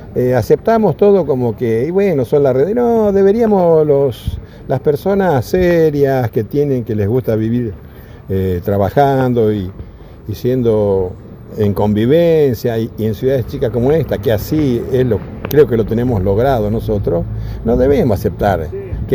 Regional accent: Selva, Santiago del Estero, Argentina; yo soy todavía intendente en Selva hasta el 31 de octubre, es mi pueblo, que se caracteriza por el orden, el respeto, la convivencia, la solidaridad

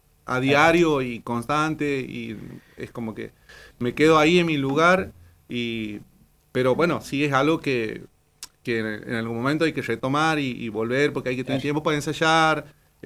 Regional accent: Santiago del Estero, Argentina

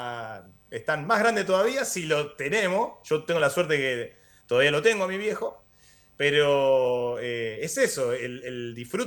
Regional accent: Argentina; De hecho, todos piensan que soy de Buenos Aires, y no lo soy, de Buenos Aires soy del interior, igual que ustedes.

